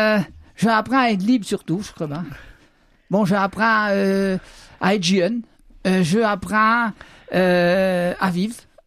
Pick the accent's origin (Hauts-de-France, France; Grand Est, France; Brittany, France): Brittany, France; Saint-Gilles-du-Mené; je suis né natif à Saint-Gilles-du-Menay.